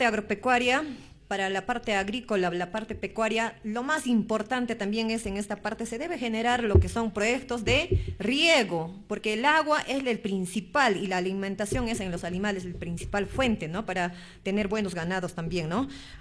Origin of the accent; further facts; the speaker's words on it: Chumbivilcas, Cusco, Peru; nuestra cultura, nuestra vivencia de Chimbivilcas, nuestra tierra